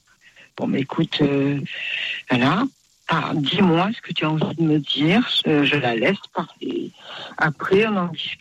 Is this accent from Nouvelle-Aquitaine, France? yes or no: yes; Poitiers, Nouvelle-Aquitaine, France; born or raised there